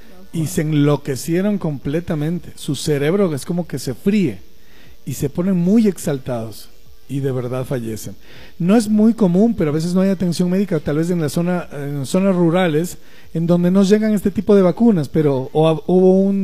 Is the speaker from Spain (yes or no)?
no; Quito, Pichincha, Ecuador; Yo soy quiteño, pero tengo raíces cuencanas.